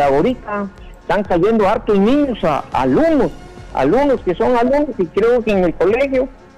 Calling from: Santana, Piura, Peru; acá en el pueblo de Santana está fuerte el dengue.

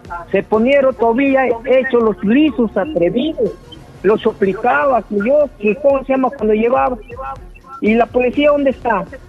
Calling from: Tambogrande, Piura, Peru

